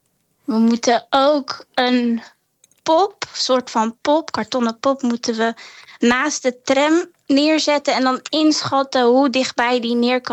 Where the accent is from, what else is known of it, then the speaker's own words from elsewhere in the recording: Rotterdam, South Holland, Netherlands; born there; je rijdt door Rotterdam, de stad waar ik geboren ben.